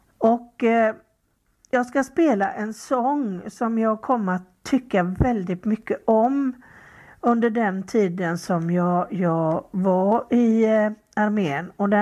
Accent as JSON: {"language": "Swedish", "town": "Lamdala", "country": "Sweden", "tie": "born or raised there", "said": "Jag växte upp i Lamdala."}